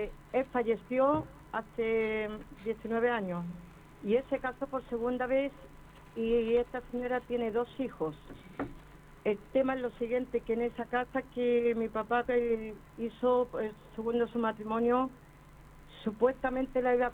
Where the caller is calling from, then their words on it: Valparaíso, Chile; De aquí de Valparaíso.